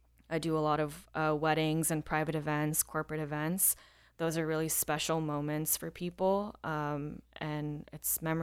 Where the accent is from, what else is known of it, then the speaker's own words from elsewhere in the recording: India; Yes. Yeah, I am a South Asian girly. I'm Indian.